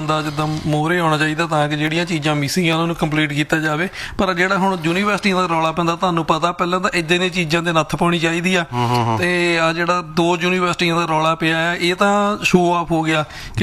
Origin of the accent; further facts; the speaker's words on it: Punjab, India; moved away; ਦੇਖੋ ਅਸੀਂ ਉੱਥੋਂ ਆਏ ਹਾਂ, ਉੱਥੇ ਜੰਮੇ ਪਲੇ ਹਾਂ, ਪੰਜਾਬ ਦੀ ਧਰਤੀ ਨਾਲ ਸਾਡਾ ਪਿਆਰ ਹੈਗਾ